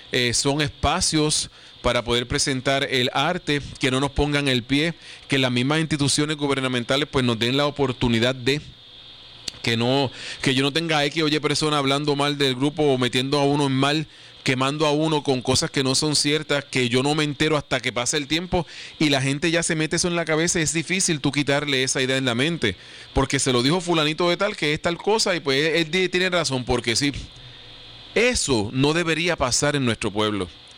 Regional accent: San Germán, Puerto Rico; Y somos aquí originarios de San Germán

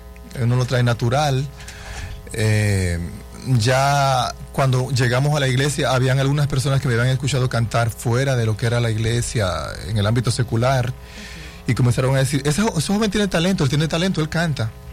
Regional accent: La Romana, Dominican Republic; born there; also born or lived in San Juan de la Maguana, Dominican Republic / Santo Domingo, Dominican Republic; no soy de la Romana como tal, pero aquí me crié, yo soy del sur profundo, San Juan de la Maguana, y entonces vinimos aquí bastante jovencito, aquí conocí al Señor, me desarrollé en la iglesia, etcétera.

